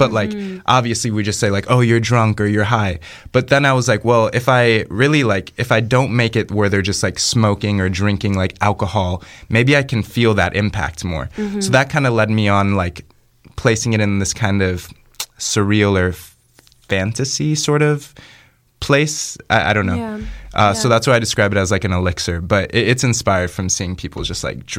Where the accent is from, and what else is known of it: Chicago, Illinois, United States